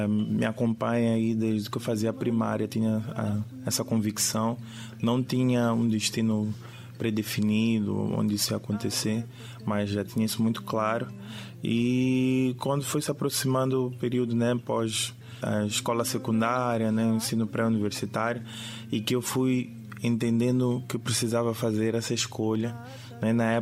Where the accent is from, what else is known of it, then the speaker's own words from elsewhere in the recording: Maputo, Mozambique; moved away as an adult; now in Brazil; Eu nasci em Maputo, em 96, no Hospital Central. Fui criado em Maputo, morei nos meus primeiros anos na Malanga, ao lado da Metodista, e depois mudei-me para morar em Maotas, CMC.